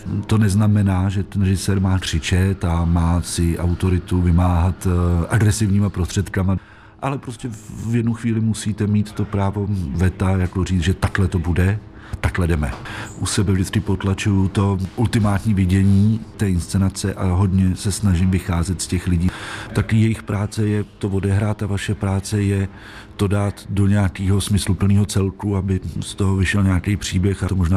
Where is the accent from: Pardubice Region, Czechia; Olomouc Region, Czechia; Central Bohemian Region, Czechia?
Pardubice Region, Czechia; Čenkovice; also born or lived in Ústí nad Orlicí; Já jsem tady vlastně doma, protože pocházím z Ústí nad Orlicí. Vyrůstal jsem v Čenkovicích v Orlických horách, takže pro mě jsou jako Pardubice vlastně domov.